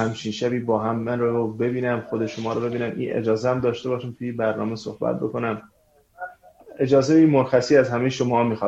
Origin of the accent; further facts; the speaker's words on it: Iran; من طولانی که دور از ایرانم